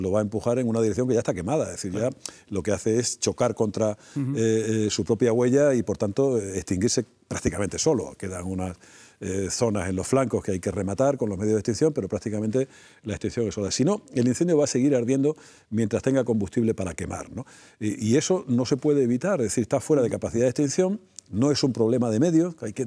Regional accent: Extremadura, Spain; Que tienen en mi tierra, por ejemplo, en las Urdes, en Sierra de Gata

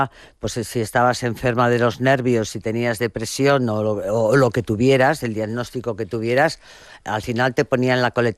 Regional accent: Madrid, Community of Madrid, Spain; Yo me crié en Madrid. Entonces, para mí, Madrid es una ciudad que llevo dentro de mí, de mi corazón.

